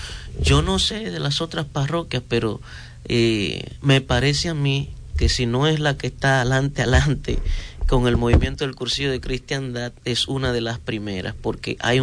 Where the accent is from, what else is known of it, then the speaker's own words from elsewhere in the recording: Palmarito, La Vega, Dominican Republic; vicario de la parroquia del Beato Bonó de Palmarito, La Vega. Exacto, de donde yo soy.